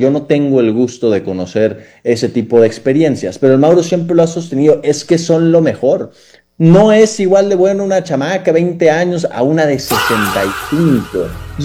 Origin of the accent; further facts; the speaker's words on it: Sonora, Mexico; also born or lived in Texas; Crecí en Sonora. Me siento, he vivido en Sonora mucha parte de mi vida, una buena proporción de mi vida. No nací en Sonora, no es un secreto esto.